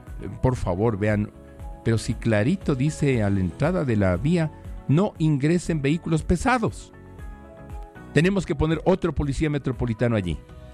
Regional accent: Quito, Pichincha, Ecuador; soy servidor público municipal y soy ciudadano de Quito. Estoy en las dos orillas.

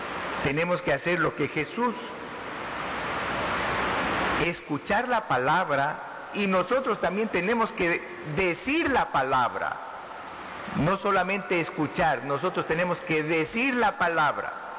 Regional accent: Ecuador; Ese 80% de los ecuatorianos estamos viviendo la palabra

